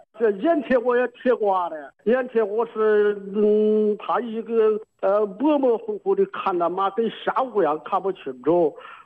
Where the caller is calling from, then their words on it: Zhongshan, Guangdong, China; 我是中山的啊，到中山汇顺药房里也去买了的。